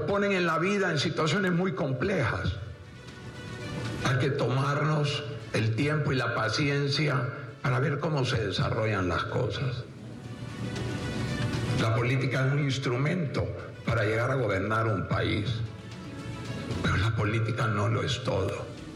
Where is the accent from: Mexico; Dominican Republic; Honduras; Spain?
Honduras; todos como hondureños, tenemos que poner nuestra parte.